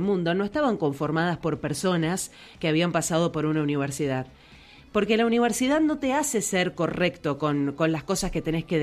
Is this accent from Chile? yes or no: no; Mendoza, Argentina; ¿Somos aburridos los mendocinos para vestirnos?